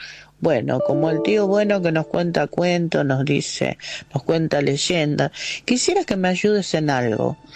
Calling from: Longchamps, Buenos Aires Province, Argentina; de Longchamps.

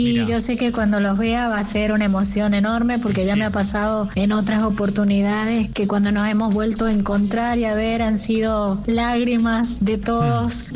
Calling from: San Juan, Argentina; de San Juan.

